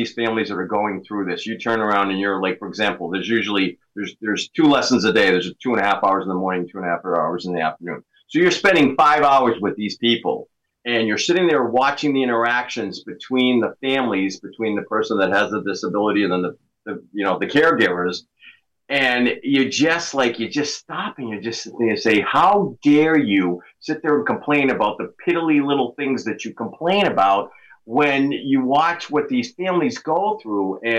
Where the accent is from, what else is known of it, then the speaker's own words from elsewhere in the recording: New England, United States; So I'm from New England, and New Englanders are well known for being people that like to complain.